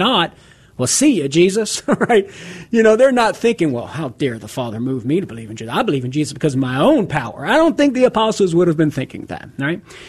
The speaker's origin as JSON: {"language": "English", "region": "Louisiana", "country": "United States", "said": "For me it can't recognize my accent sometimes. So when I try to Man … from Southern Louisiana, you know, and I try to talk into it with my accent."}